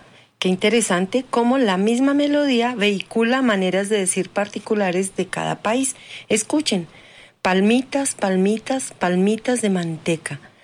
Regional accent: Reconquista, Santa Fe, Argentina; todas las motivaciones que me dio mi tierra natal Reconquista, allá por el litoral, su gente y sobre todo su habla. He recopilado lo más significativo de mi infancia

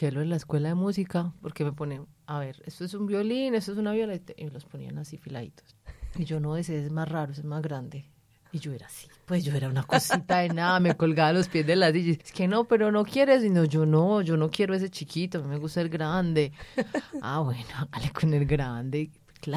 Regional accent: Medellín, Antioquia, Colombia; Y yo soy de Aranjuez.

